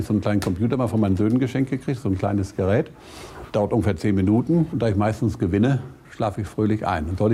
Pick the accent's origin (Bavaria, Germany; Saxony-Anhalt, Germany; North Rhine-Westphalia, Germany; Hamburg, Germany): North Rhine-Westphalia, Germany; sondern immer als Westfale auf der sicheren Seite gewesen.